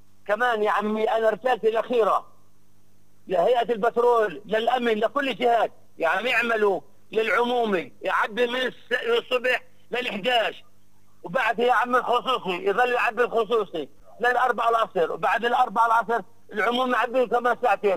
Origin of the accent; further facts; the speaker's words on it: Palestine; احنا كشعب فلسطيني الناس في قاعدة بالسياسي بقول لك الجوع خضوع